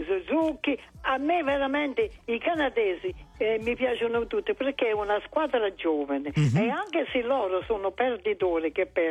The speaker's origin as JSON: {"language": "Italian", "town": "Caserta", "region": "Campania", "country": "Italy"}